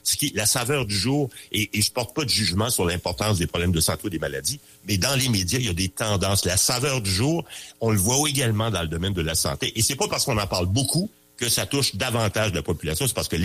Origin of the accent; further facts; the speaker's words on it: Quebec, Canada; c'est la maladie ou le problème de santé le plus médiatisé chez nous au Québec